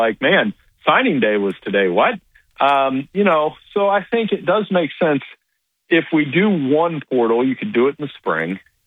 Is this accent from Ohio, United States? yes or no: yes; Ohio, United States; I grew up in Ohio